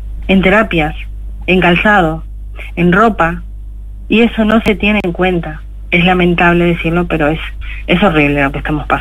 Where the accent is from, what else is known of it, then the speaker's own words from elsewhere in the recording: Uruguay; moved away as an adult; now in Spain; Yo soy enfermera, soy de Uruguay, hace 25 años que estoy en España.